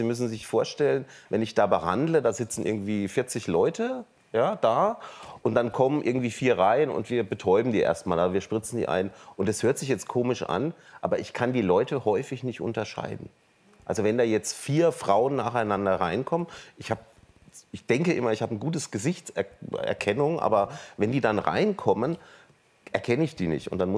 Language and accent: German; Germany; ich als Deutscher